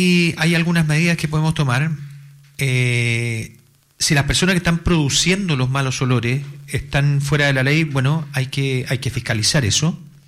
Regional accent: Chile

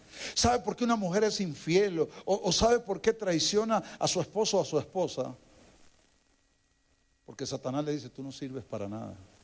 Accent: Costa Rica; yo nací en una familia de la más acomodada en Costa Rica.

